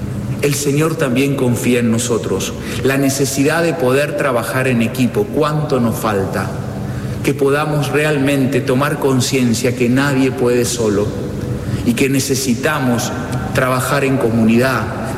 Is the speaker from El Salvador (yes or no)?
no; Argentina